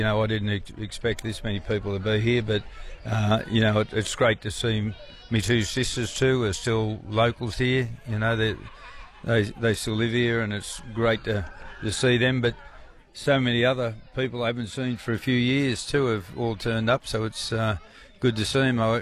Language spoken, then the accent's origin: English; Goolagong, New South Wales, Australia; moved away; I'm from Goolagong, where we are today.